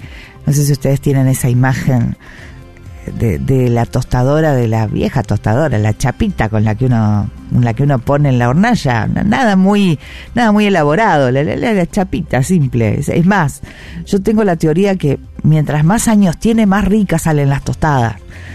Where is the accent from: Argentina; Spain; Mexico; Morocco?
Argentina; Cuyo